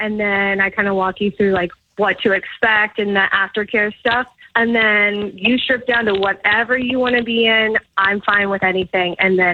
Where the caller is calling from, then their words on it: Richmond, Virginia, United States; I'm out of Richmond, Virginia, and I own a mobile spray tan business.